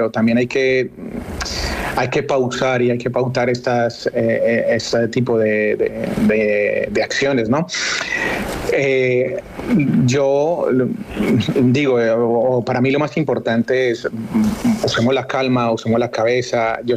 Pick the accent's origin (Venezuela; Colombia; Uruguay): Colombia; now in Murcia, Spain; Somos muchos colombianos residentes en la región de Murcia